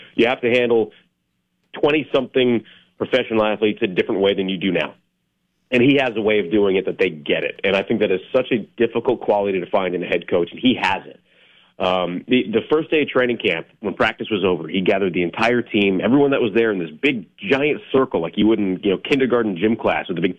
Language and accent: English; New York, United States; moved away as an adult; now in Oregon, United States; I grew up in New York, and he just starts laughing. And I'm like, so I was 13 years old in 1995